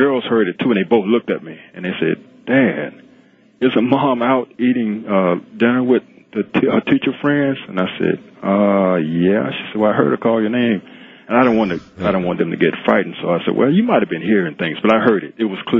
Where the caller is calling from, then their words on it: Georgia, United States; from Georgia.